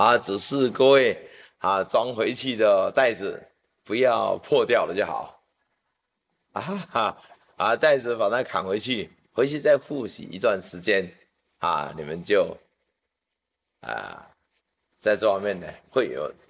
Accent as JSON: {"language": "Chinese", "country": "China", "said": "我们中国人最可爱的地方，就是当你得到尊传的时候，第一代，得了100，第二代80，第三代只有60。"}